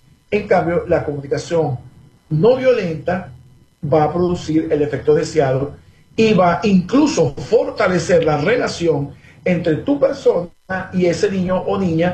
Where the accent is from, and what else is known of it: Venezuela